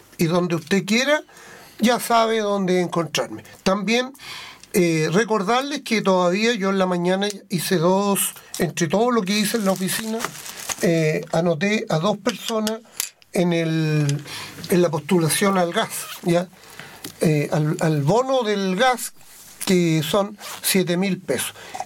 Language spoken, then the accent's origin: Spanish; Chile; somos chilenos